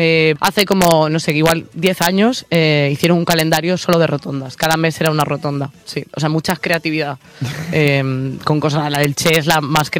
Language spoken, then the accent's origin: Spanish; Santa Cruz, Oleiros, Galicia, Spain; como habían venido a las fiestas de Santa Cruz, que es de mi pueblo, hace no sé cuántos años...